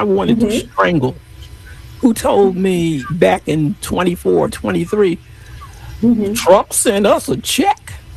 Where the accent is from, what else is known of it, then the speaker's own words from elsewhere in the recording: New York, United States; As a New Yorker